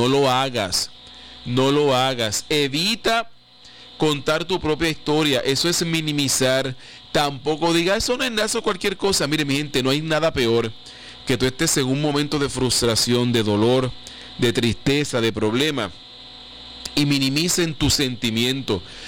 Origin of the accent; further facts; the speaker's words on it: Puerto Rico; lo estoy diciendo como buen boricua